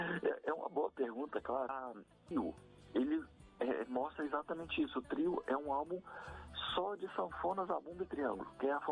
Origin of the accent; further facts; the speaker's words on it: Minas Gerais, Brazil; eu sou de Minas